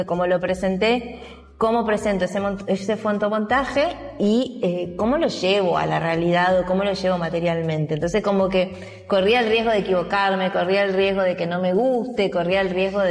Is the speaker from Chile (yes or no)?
no; Formosa, Argentina; now in Santa Fe, Argentina; Yo vengo de Formosa, soy formoseña, mi mamá es paraguaya, mi papá es formoseño del interior de Formosa, en donde es una provincia en donde no hay museos para artistas contemporáneos.